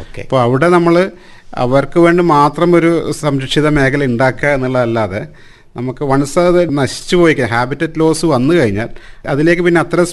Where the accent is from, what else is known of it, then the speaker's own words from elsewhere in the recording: Pariyaram, Kerala, India; അപ്പോൾ ഞാൻ പരിയാരം സ്വദേശിയാണ്. അപ്പോൾ നമ്മൾ വൈകുന്നേരങ്ങളൊക്കെ പരിയാരത്ത് പണ്ടത്തെ TB സാനിറ്റോറിയം ഉള്ള സമയത്ത് വിശാലമായ കുന്നു